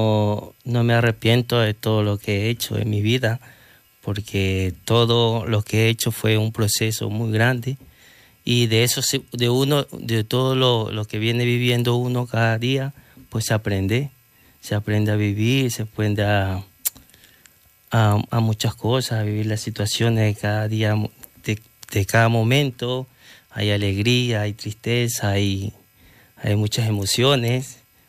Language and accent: Spanish; Ecuador; moved away as an adult; Es muy bonita y claro, de todo, me acuerdo de mi país, de mi tierra.